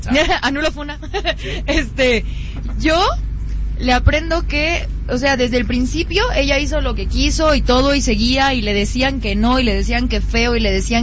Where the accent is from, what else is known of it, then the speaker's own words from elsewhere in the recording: Bolivia; now in Mexico City, Mexico; aquí en México me he tenido como que calmar. Mm-hmm. En mi país, saludos a Bolivia.